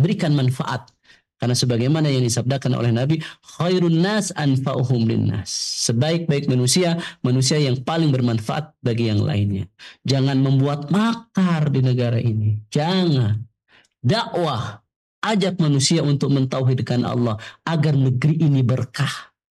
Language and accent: Indonesian; Indonesia